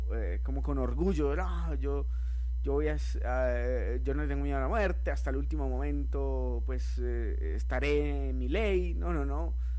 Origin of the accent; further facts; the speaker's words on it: Toro, Valle del Cauca, Colombia; born there; nací en Toro